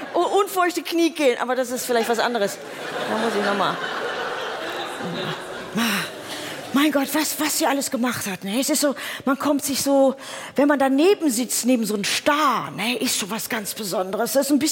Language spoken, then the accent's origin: German; Oberhausen, North Rhine-Westphalia, Germany; Ich komme aus Oberhausen-Altstaden.